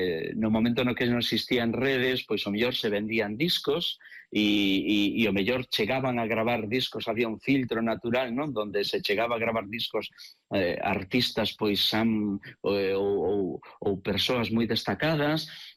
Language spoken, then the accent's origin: Galician; Poio, Galicia, Spain; Eu nacín en Poio, moi pertiño de Pontevedra, aínda que está moi pertiño da capital, pero non deixaba de ser unha zona rural, aínda é.